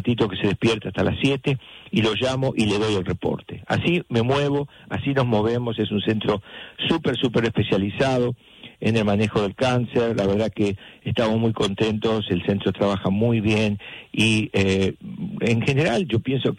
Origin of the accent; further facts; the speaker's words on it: Argentina; moved away; yo a veces me salgo como típico argentino, ¿no?